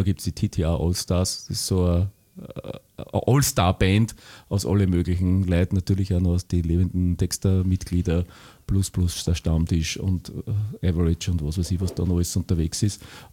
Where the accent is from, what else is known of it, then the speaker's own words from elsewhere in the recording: Linz, Upper Austria, Austria; als Linzer, der seit 62 Jahren in der Stadt lebt und eigentlich aufgewachsen ist